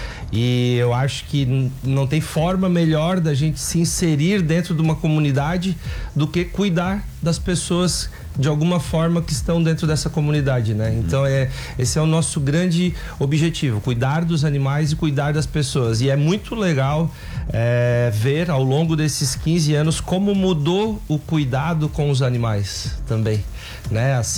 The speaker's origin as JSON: {"language": "Portuguese", "country": "Brazil", "moved": "yes", "lives_now": "Laguna, Brazil", "said": "Nós não somos naturais daqui, eu sou de Maruí, a Ana é de Joinville e a gente está aqui há 15 anos"}